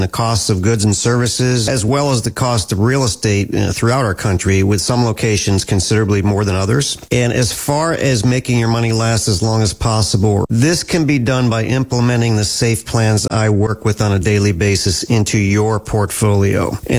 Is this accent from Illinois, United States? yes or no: no; Harrisburg, Pennsylvania, United States; I was born and raised in the Harrisburg area, and I went to school and college locally.